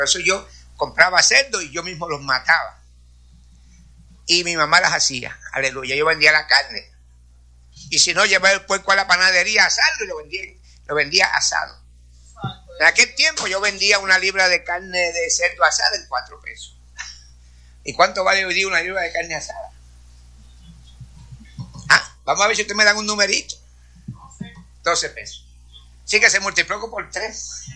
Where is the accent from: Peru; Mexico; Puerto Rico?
Puerto Rico; Corozal; moved away; allá en Puerto Rico, también cerca de mi pueblo, yo soy de Corozal, pues está el pueblo de Vega Alta.